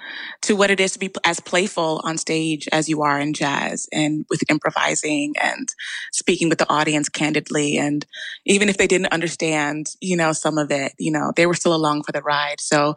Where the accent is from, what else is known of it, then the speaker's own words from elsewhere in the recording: United States; also born or lived in Jamaica (family heritage); now in New York, United States; growing up in a Jamaican household and experiencing being an American from a different lens